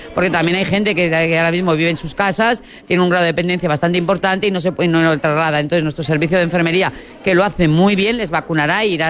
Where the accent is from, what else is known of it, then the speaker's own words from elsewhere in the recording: El Burgo de Osma, Castile and León, Spain; como yo soy del Burgo de Josma